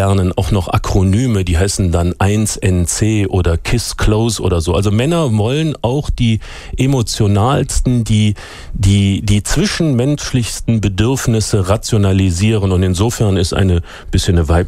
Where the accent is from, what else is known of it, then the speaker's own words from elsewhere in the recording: Rhineland, Germany; born there; Ich bin ja im Rheinland geboren